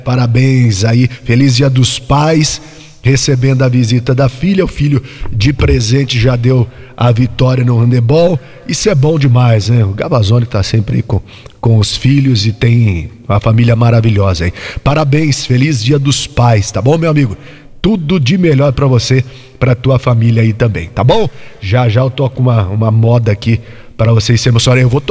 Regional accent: Brazil; do meu querido São Clemente, minha terrinha natal.

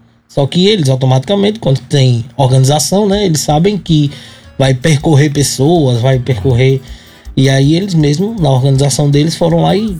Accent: Carira, Sergipe, Brazil; moved away as an adult; now in Itabaiana, Brazil; sou de Carira, hoje moro em Itabaiana há 5 anos.

